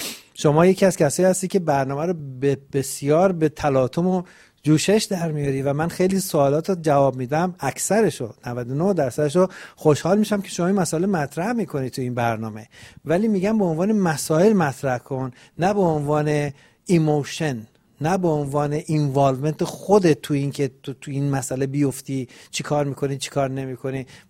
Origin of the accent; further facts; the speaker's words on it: Iran; moved away; من از موقعی که از ایران اومدم بیرون، با کمال احترام به تمام کسای اونجا